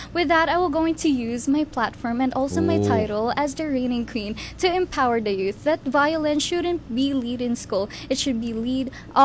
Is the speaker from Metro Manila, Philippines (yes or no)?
no; Cadiz, Western Visayas, Philippines; I am from Barangay Zone 6, Cadiz City.